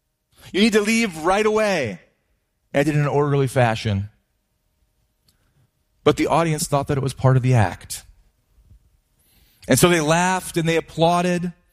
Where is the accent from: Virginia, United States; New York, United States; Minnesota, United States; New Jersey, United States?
Minnesota, United States; Lake Elmo; born or raised there